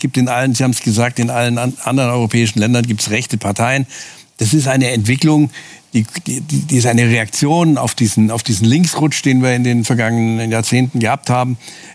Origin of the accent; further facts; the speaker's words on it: Munich, Bavaria, Germany; Für mich, ich bin ja aus Bayern, ich bin ja in München zu Hause.